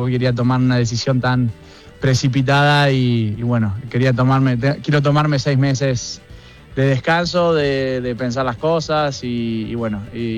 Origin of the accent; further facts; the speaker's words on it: Argentina; now in Montpellier, France; Por cómo somos nosotros, los argentinos, la mayoría, ¿no? De tan pasionales que dejamos todo y siempre estamos, viste, positivos y dándole para adelante.